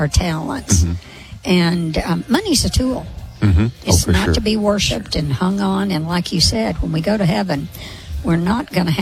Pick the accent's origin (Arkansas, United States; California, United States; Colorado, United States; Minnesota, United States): Arkansas, United States; now in Oklahoma, United States; I'm from Arkansas, and when I go home